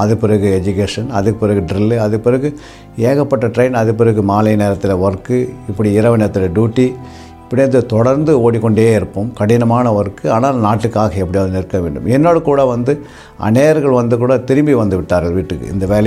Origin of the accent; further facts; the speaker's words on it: Tamil Nadu, India; என்னுடைய சொந்த ஊர் அரக்கோணம் என்ற பகுதியிலே சில்வர்பட்டு கிராமத்திலே நான் 1964 பிறந்து